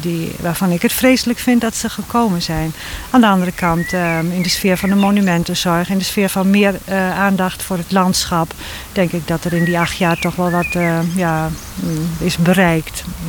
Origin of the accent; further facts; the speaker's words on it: Drenthe, Netherlands; also born or lived in east of the Netherlands / North Brabant / Twente; Daar ben ik geboren. En met een korte onderbreking in Brabant. Eigenlijk toch vooral in Drenthe opgegroeid. Twente, Drenthe.